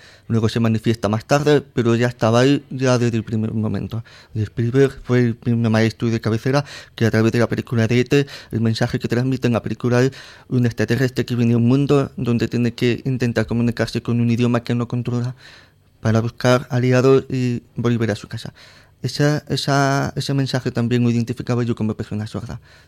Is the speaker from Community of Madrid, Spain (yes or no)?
yes; Madrid, Community of Madrid, Spain; born there; Sí, Madrid riojano, sí, porque soy cuerpo madrileño, porque los papeles dicen que yo he nacido en Madrid, pero yo tengo toda mi sangre de familia de La Rioja, tanto en Santurce como en Santo Domingo y Logroño, entonces, claro, me siento más riojano que madrileño.